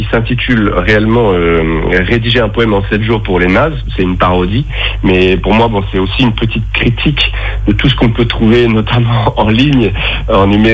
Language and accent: French; Le Mans, Pays de la Loire, France; Moi, je viens vraiment des scènes ouvertes que j'ai découvert en 2009 chez moi en Sarthe, au Mans.